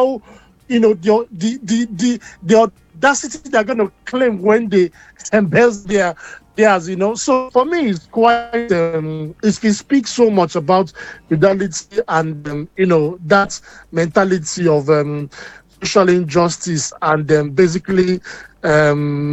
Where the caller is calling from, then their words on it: Leeds, Yorkshire and the Humber, United Kingdom; I'm calling from Leeds.